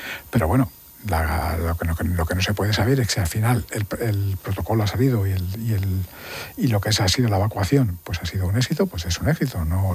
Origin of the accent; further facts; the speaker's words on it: Community of Madrid, Spain; lo que somos madrileños, cada vez que nos dicen los de Madrid, bastante tenemos en Madrid